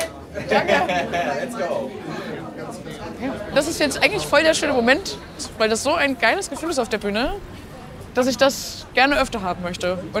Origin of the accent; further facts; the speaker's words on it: Leipzig, Saxony, Germany; weil ich komme aus Leipzig und hier gibt's auch eine Comedy-Szene, aber die sind ein bisschen kleiner.